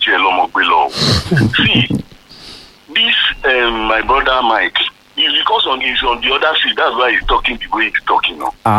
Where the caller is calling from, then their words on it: Ikeja, Lagos, Nigeria; I'm calling from Ikeja.